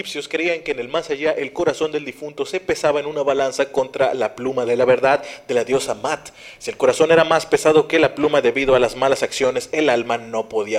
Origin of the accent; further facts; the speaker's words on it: Sinaloa, Mexico; No soy francés, soy sinaloense.